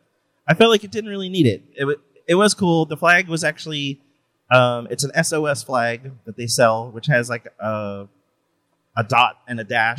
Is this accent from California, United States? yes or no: no; Miami, Florida, United States; I went to grad school in Los Angeles and would, like, introduce myself and say, hey, I'm from Miami.